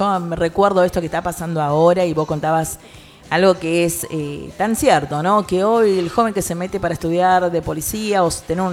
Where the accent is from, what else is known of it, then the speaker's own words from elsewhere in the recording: Argentina; entendamos como argentinos